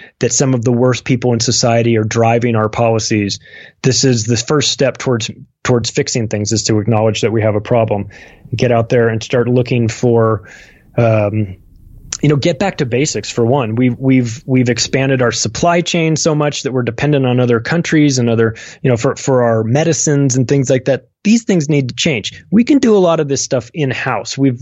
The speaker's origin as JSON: {"language": "English", "country": "United States", "said": "I'm an American. I love America."}